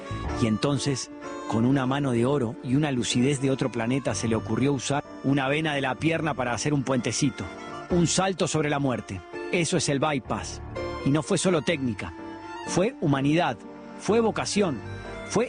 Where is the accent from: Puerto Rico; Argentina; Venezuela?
Argentina